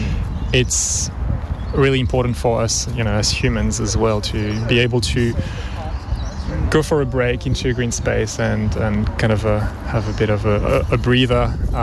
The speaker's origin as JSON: {"language": "English", "country": "France", "moved": "as an adult", "lives_now": "Brisbane, Australia", "said": "originally I'm from France with a root in Peru as well. So I am an immigrant here, but I've been in Australia for, living here for about 14 years."}